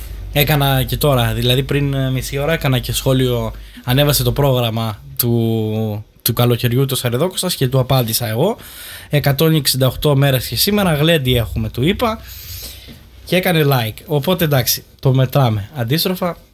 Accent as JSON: {"language": "Greek", "town": "Mochos", "region": "Crete", "country": "Greece", "lives_now": "Heraklion, Greece", "said": "στηρίζομαι στο χωριό μου το Μοχό ότι τουλάχιστον εκεί θα βρίσκω πάρκινγκ."}